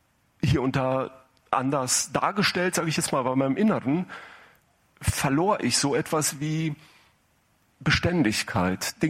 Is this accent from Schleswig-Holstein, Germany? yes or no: no; Leopoldshöhe, North Rhine-Westphalia, Germany; Und ich weiß noch, wie wir nach Hause fuhren von der Schule, das ist bei uns in Leopoldshöhe so ein Schulzentrum. Und dann ist es so, er musste dann immer noch mal weiter geradeaus fahren Richtung Nienhagen. Und bei mir war es dann so, dass ich dann links abbog, nach Schuckenbaum rein.